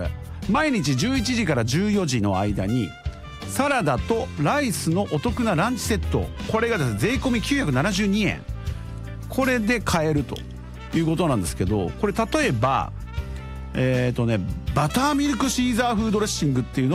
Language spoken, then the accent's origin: Japanese; Mie, Japan; 広島ではないです私ね、三重ですけども